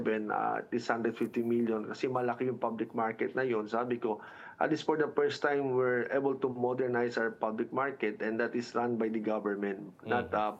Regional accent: Zamboanga City, Zamboanga Peninsula, Philippines

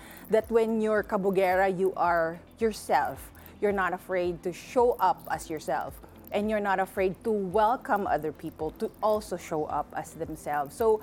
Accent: Philippines; our pride of being Filipino

